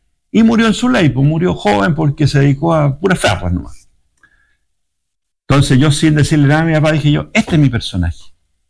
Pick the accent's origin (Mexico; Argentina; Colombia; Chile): Chile; Vicuña, Coquimbo; moved away; yo días antes había ido a mi pueblo, a Vicuña, a Elqui, donde yo soy, a un pueblo chico que se llama San Isidro